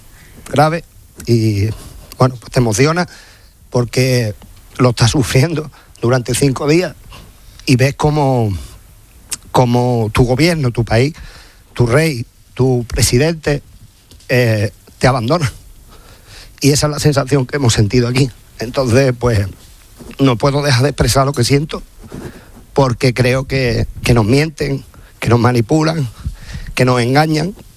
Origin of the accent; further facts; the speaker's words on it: Ceuta, Spain; soy hijo de Ceuta, hijo de una persona que vino en el año después de la guerra a buscarse la vida aquí, donde nació mi padre, nací yo